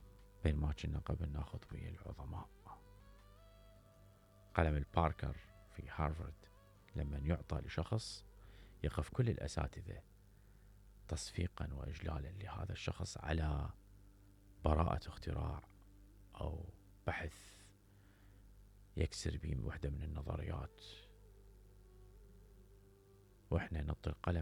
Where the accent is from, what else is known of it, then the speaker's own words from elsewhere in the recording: Iraq; إحنا كمواطنين عراقيين جميلين رائعين